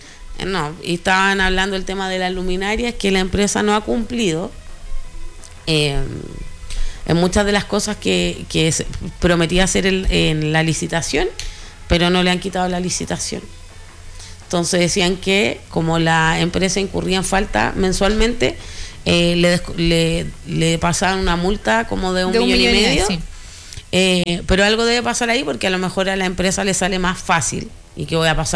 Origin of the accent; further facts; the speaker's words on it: Putaendo, Valparaíso, Chile; Como yo soy de aquí, de Putaendo, soy putaendina